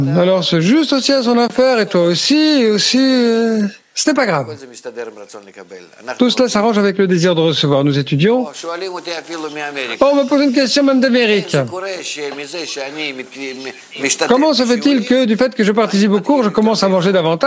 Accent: Rehovot, Central District, Israel; Chez moi, à Rehovot, il y avait un ami et un voisin yéménite

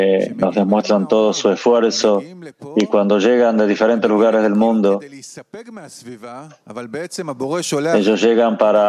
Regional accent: Toronto, Ontario, Canada; de Toronto, Canadá, acá con mis hermanos, y también mi gran amigo de acá, también de Toronto.

